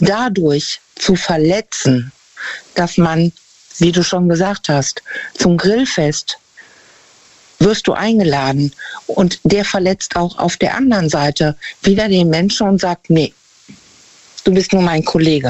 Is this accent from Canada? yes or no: no; North Rhine-Westphalia, Germany; Aus der Nähe von Bonn.